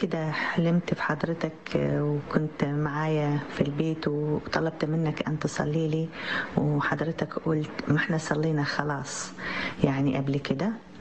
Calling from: Canada; سلام ونعمة أبونا، أنا بنت الرب من كندا، أحب أشهد عن عمل الرب معي.

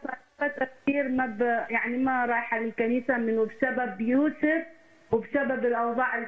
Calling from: Canada

